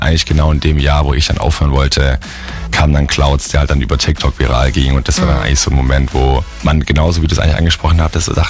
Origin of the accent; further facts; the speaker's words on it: Stuttgart, Baden-Württemberg, Germany; Ich bin aus dem Schwabenland, aus Stuttgart. Und wenn man in Stuttgart ist, dann muss man ja bei Porsche natürlich arbeiten.